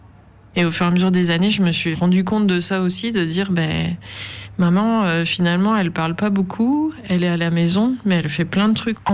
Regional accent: Lille, Hauts-de-France, France; born there; now in Lambersart, France; j'ai 48 ans, j'habite sur l'Ambersart, j'ai 2 enfants, je suis née à Lille.

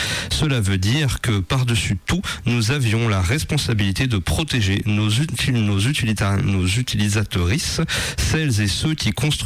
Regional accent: Italy; accent: Italian; French is a second language

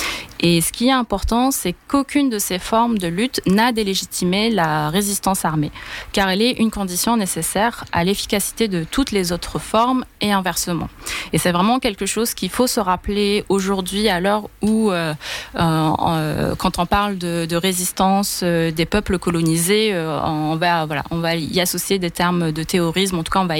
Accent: Algeria; en tant qu'Algérien, on a vraiment grandi avec la lutte du palestinien

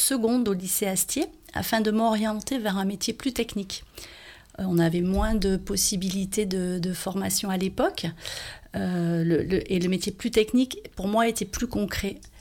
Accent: Auvergne-Rhône-Alpes, France; Oui, je suis originaire du Sud-Ardèche entre Aubenas et le plateau du Coiron depuis de nombreuses générations comme beaucoup de gens ici.

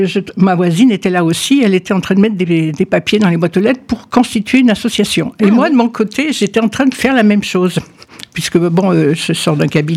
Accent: Valence, Auvergne-Rhône-Alpes, France; moved away as an adult; also born or lived in Lyon region; J'ai vécu à Valence, effectivement, je suis née à Valence, mon père est né à Valence, dans la rue Chantal, donc on est vraiment des Valentinois. Jusqu'à ce que je parte pour raisons professionnelles sur Lyon, enfin dans la région de Lyon.

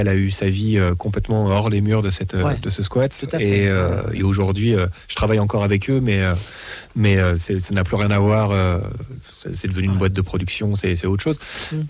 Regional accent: France; first language French; also born or lived in Paris; Alors j'ai des origines américaines, tout ça, ce qui fait que je prétextais l'anglais, mais si je me raconte pas d'histoire, en fait, je suis français, je lis des livres en français.

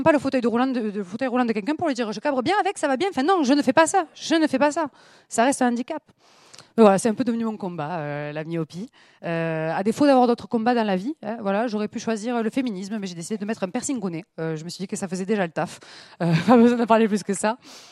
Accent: Béziers, Occitanie, France; accent: southern French (Béziers); now in Grenoble, France; on finira toujours par me dire que mon accent, il vient soit de Toulouse, soit de Marseille. Voilà, tout le temps, on me dit ça avec l'accent. Il n'y a qu'une fois où il y a un monsieur qui a visé juste. Il m'a fait « Oh, mais je reconnais l'accent qui vient de Béziers. »

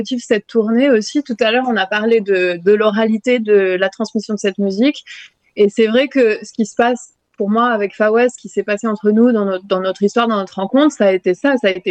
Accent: France; mon parcours en tant que Française

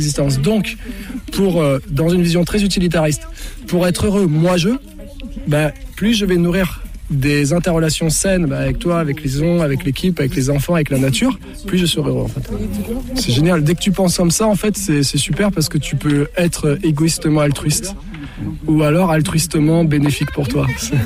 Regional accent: the Alps, France; Nous, on vient des Alpes, on a 20 ans d'expérience en nature

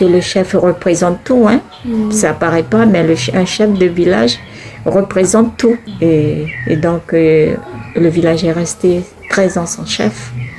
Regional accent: French Guiana; je parle un peu du cas de Bellevue, Yann, mon village. Donc le fondateur, c'est mon papa

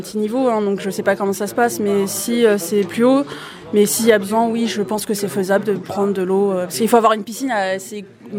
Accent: Bourgogne-Franche-Comté, France; Donc, voilà, ça, assez... je suis aussi de Bourgogne.

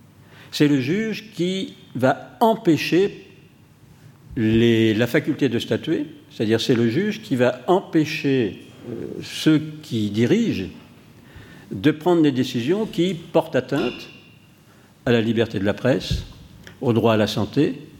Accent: France; chez nous en France.

